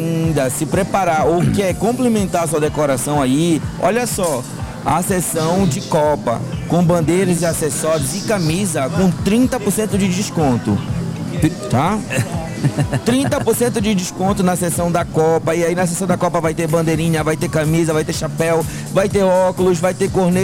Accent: Brazil; Nós somos brasileiros.

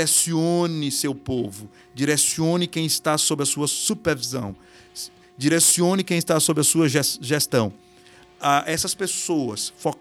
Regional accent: Brazil; eu também sou brasileiro

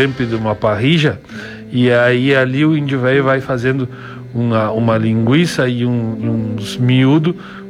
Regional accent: Rio Grande do Sul, Brazil; o nosso assado aqui da nossa fronteira entre Brasil e Uruguai

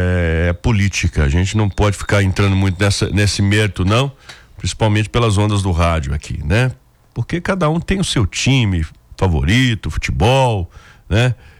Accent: Brazil

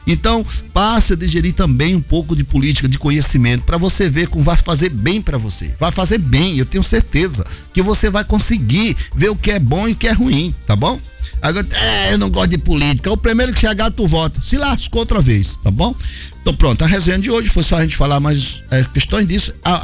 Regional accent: Maranhão, Brazil

